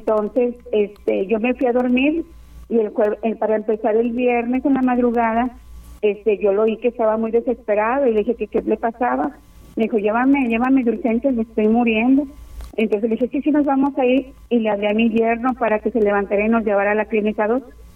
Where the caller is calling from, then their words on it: Monterrey, Nuevo León, Mexico; De aquí de Monterrey.